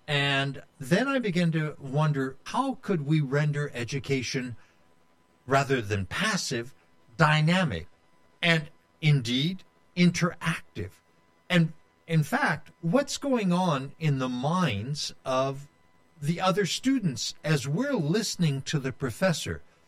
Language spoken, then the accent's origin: English; Marshall, Texas, United States; born there; moved away; I was born in 1950 in Marshall, Texas.